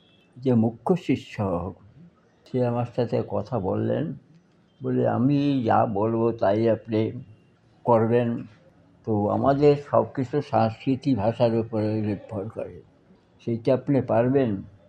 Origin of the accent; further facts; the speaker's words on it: West Bengal, India; আমি বাঙালি শুধু